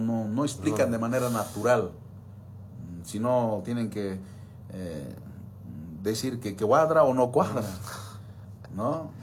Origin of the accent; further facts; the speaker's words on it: Bolivia; Aparte de ser gobernador, como boliviano, no es concebible, definitivamente no es concebible este tipo de programas o proyectos que está aplicando